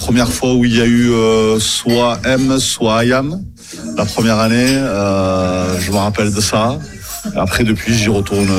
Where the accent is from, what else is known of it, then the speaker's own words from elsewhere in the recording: Albi, Occitanie, France; nous, en tant qu'albigeois